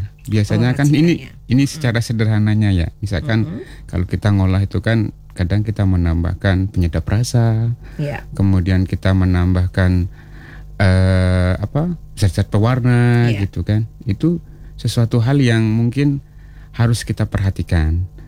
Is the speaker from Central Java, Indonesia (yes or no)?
no; West Nusa Tenggara, Indonesia; Iya, saya dari Lombok, Nusa Tenggara Barat.